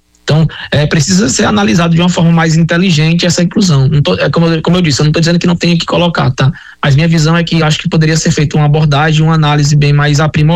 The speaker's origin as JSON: {"language": "Portuguese", "town": "Fortaleza", "region": "Ceará", "country": "Brazil", "tie": "born or raised there"}